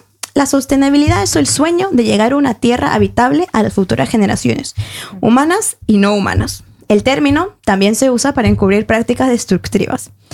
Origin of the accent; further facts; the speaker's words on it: Peru; now in Norway; yo, una migrante peruana, teniendo un micrófono en la sociedad noruega